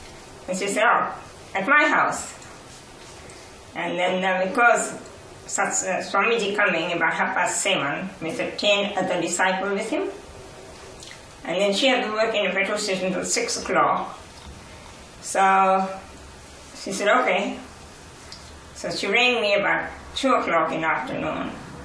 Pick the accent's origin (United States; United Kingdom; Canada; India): India; and we all, as an Indian boy, you stand up, and you bow to the sun.